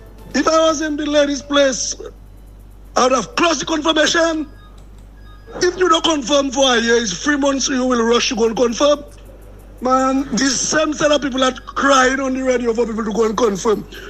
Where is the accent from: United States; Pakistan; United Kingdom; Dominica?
Dominica; now in Virgin Islands; When I came from Dominica, to marry my auntie, I came up with my voter ID card.